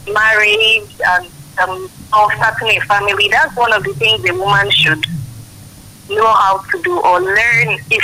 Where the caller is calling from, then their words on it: Ibadan, Oyo, Nigeria; I'm calling from Akobo.